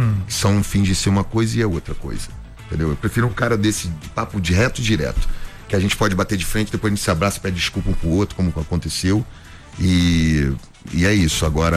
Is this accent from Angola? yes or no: no; Rio de Janeiro, Brazil; aí falou de um jeito diferente comigo, eu sou carioca